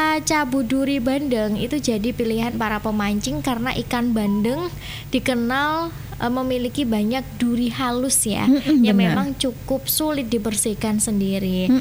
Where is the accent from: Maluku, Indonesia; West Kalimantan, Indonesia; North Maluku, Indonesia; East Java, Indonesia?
East Java, Indonesia; Nganjuk; Saya warga Nganjuk